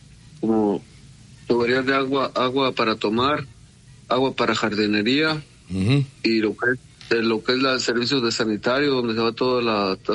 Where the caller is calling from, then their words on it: Morelia, Michoacán, Mexico; en Michoacán, de donde yo soy. Uh-huh. Eso es lo que se está usando. Yo soy de Morelia, Michoacán.